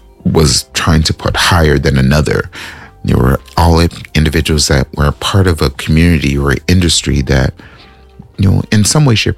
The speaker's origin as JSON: {"language": "English", "region": "California", "country": "United States", "said": "You know, I'm learning my city, and I'm from California, y'all. I'm from Cali, but I've been away."}